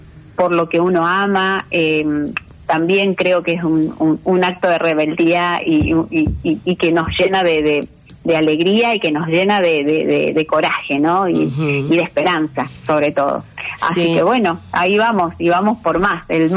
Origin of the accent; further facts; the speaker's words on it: Argentina; Que nos toca vivir también como argentinos.